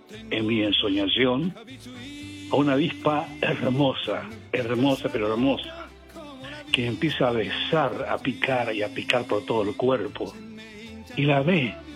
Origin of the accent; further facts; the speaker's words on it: Formosa, Argentina; first language gn; Spanish is a second language; Bueno, Cabichuí en guaraní, en el idioma de mis padres, en Paraguay, ellos nacieron en el Paraguay. Mi primer idioma fue el guaraní, por supuesto, en Formosa, mi tierra natal.